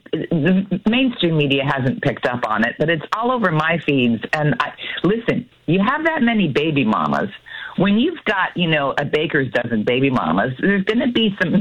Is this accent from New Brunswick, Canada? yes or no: no; Sault Ste. Marie, Ontario, Canada; I'm from the Sioux.